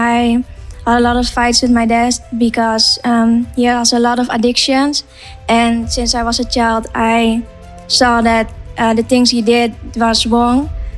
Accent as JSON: {"language": "English", "country": "Netherlands", "said": "I'm from the Netherlands."}